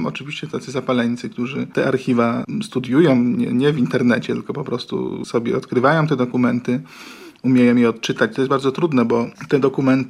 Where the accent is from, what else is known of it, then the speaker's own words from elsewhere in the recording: Łódź, Łódź Voivodeship, Poland; nie z dziada pradziada jestem mieszkańcem Łodzi, tylko z pra, pra, pra, pra, pra, pradziada. Ta rodzina jest zakorzeniona w Łodzi.